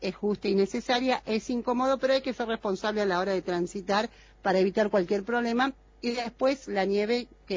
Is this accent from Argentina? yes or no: yes; Patagonia, Argentina; forma parte de la infancia de los que somos patagónicos